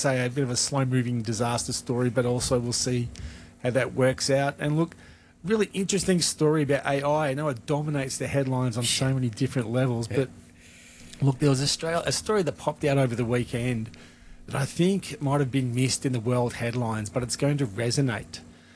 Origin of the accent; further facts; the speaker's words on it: Victoria, Australia; my home state of Victoria